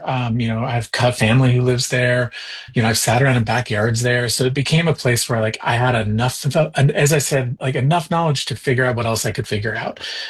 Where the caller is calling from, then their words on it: Nova Scotia, Canada; I am calling you from Cape Breton today.